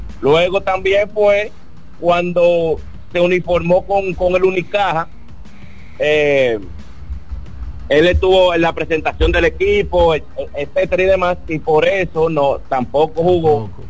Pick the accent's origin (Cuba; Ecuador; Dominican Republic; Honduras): Dominican Republic; Santo Domingo, Distrito Nacional; Yo soy nacido y criado en Villa Juana, aunque mi residencia por más de 25 años está en Villa Consuelo